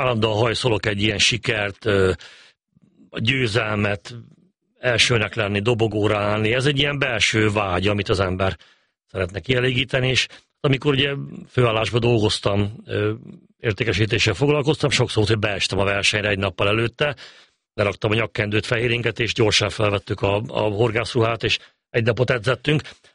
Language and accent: Hungarian; Csongrád-Csanád, Hungary; Egy faluban nőttem föl, Makó mellett, ahol a Maros folyó is folyik, és van egy kis tó.